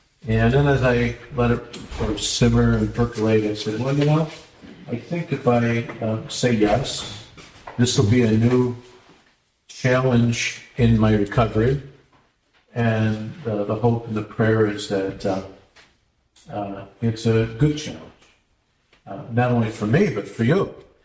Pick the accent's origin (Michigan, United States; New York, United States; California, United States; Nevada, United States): Michigan, United States; Detroit; moved away; I was born and raised in Detroit.